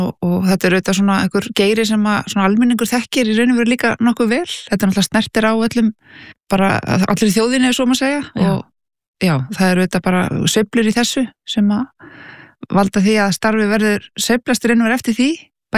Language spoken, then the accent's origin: Icelandic; Reykjavík, Capital Region, Iceland; born or raised there